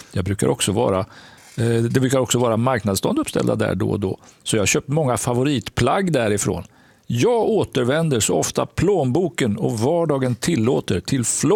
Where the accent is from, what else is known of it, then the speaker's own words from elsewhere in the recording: Malmö, Skåne, Sweden; born there; Jag är född i Malmö faktiskt.